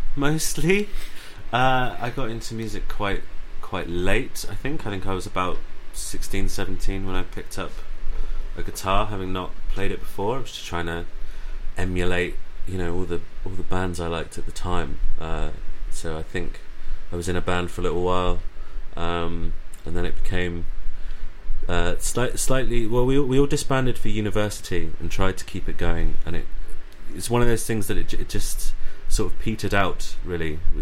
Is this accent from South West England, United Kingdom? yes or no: no; Southampton, South East England, United Kingdom; now in Brighton, United Kingdom; That's I'm from Brighton, originally from Southampton.